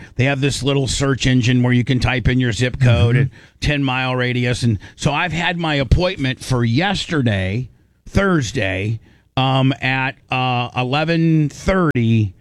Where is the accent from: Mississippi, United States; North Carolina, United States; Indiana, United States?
Indiana, United States; Warsaw; You know, on Warsaw, Indiana, my hometown means a lot to me.